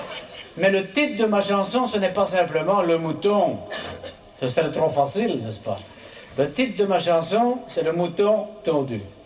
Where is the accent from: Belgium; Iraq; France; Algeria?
Belgium; Écaussinnes, Wallonia; je suis une fleur de province. Et oui, je suis originaire d'Écossine.